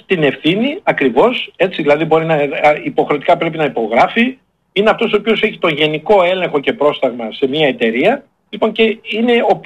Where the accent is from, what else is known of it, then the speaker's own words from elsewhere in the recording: Florina, Western Macedonia, Greece; τον οποίο όταν ήμουν μικρό στη Φλόρινα το βλέπαμε κάποιο δέος.